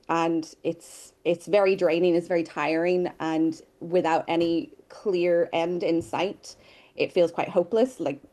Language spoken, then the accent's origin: English; Ireland; now in Paris, France; as an Irish person